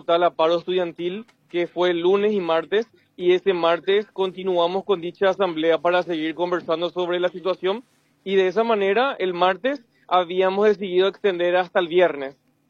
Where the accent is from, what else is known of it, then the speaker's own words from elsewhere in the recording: Paraguay; seamos dignos paraguayos